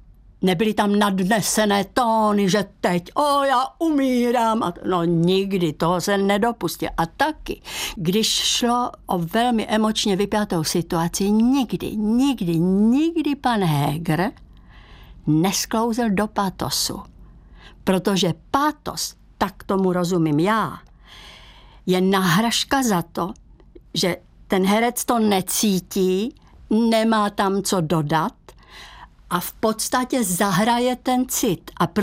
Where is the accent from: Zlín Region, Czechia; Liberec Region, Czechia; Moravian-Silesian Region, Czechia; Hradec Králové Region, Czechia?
Moravian-Silesian Region, Czechia; Ostrava; moved away as an adult; now in Prague, Czech Republic; Já jsem původem Ostravačka